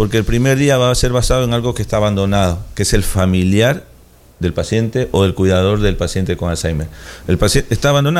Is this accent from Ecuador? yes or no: yes; Rocafuerte, Manabí, Ecuador; moved away as an adult; now in Manta, Ecuador; Yo estudié acá en Manta, yo soy de Rocafuerte, yeah, mi esposa es de acá en Manta, yo estudié acá en Manta, la mitad de la vida hemos estado acá.